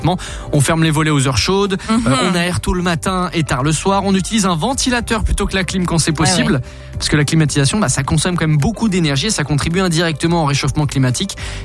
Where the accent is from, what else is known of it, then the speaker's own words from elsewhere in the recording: Southern France, France; accent: southern French; Je suis en Belgique, en Suisse, j'ai l'accent du sud de la France.